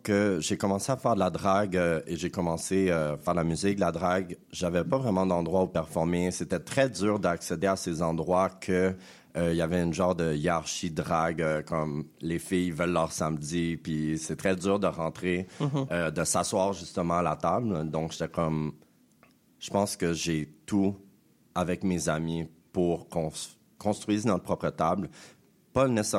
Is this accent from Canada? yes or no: yes; Deux-Montagnes, Quebec, Canada; moved away as an adult; now in Montreal, Canada; J'ai 33 ans. Je viens de Deux-Montagne, mais ça fait 17 ans que j'habite à Montréal, donc je me considère Montréalais.